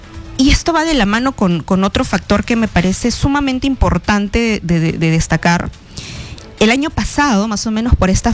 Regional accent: Peru

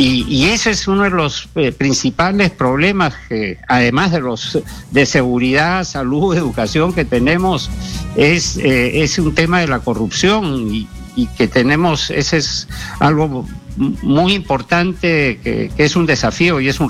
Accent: Peru; No puede ser pues que todos somos peruanos, todos estamos metidos en el mismo barco, ¿no?

